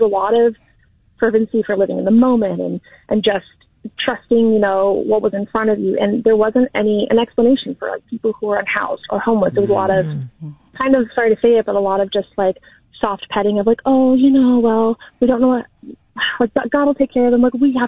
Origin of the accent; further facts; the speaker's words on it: Martinez, California, United States; Like, I grew up in Martinez. I see the quote unquote kind of suburban normal life. Like we were working class family kind